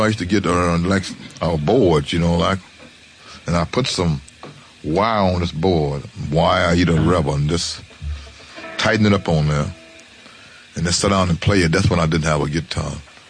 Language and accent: English; Memphis, Tennessee, United States; also born or lived in Cincinnati, United States; And I'm from Memphis.